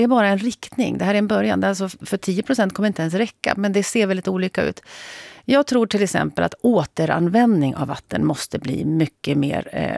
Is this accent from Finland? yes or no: no; Avesta, Dalarna County, Sweden; Sen är jag uppvuxen i Avesta